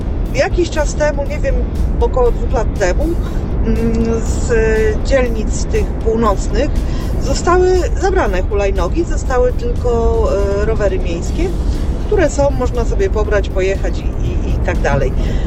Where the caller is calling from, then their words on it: Gdynia, Pomeranian Voivodeship, Poland; z Oktawki, bo tak sobie słucham tego, co państwo mówicie i nasunął mi się przykład. Mieszkam w Trójmieście, w Gdyni, niedaleko miejsca, w którym odbywa się Open Air.